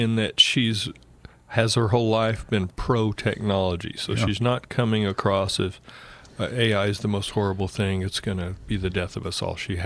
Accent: Oklahoma, United States; also born or lived in New Mexico; I was raised in Oklahoma, went to Oklahoma State University, whose mascot is Pistol Pete. So when I arrived in New Mexico

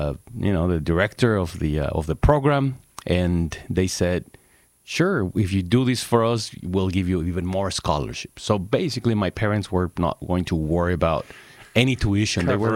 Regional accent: Torreón, Coahuila, Mexico; moved away; I remember growing up in Torreón, next to Lerdo, sister city, by the way.

